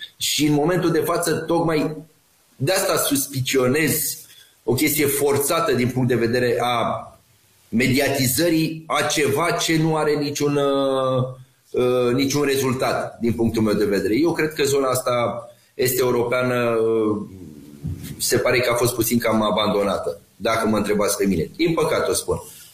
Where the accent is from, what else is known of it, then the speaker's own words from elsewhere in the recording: Romania; Eu ca român am totuși o mândrie românească.